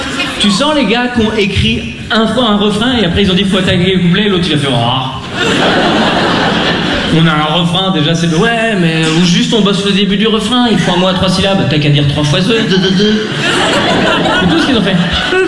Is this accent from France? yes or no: no; Lausanne, Vaud, Switzerland; Moi je viens de Lausanne, les girons c'est pour les bouseux, donc... À Lausanne, il n'y a pas de giron.